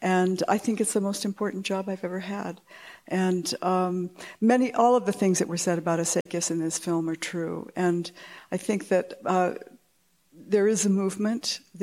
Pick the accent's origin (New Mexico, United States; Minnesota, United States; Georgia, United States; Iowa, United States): New Mexico, United States; Taos; When I was growing up in Taos, I grew up about a block or two north, what would be a block or two north of the plaza, and the entire neighborhood was a latticework of acequias that no longer exists.